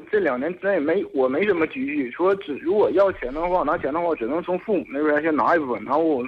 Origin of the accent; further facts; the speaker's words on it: Heishan, Liaoning, China; 因为咱家老家黑山那边的，